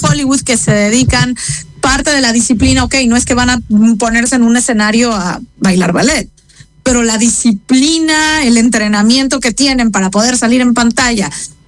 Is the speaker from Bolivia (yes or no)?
no; Mexico; a mi punto de vista, como mujer y como mexicana, me sentí ofendida.